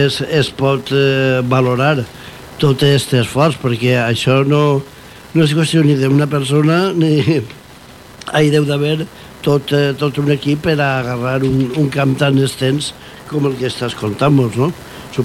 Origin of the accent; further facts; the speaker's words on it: Valencian Community, Spain; sóc tant de la Safor que els meus avantpassats vivien en la Cova del Parpalló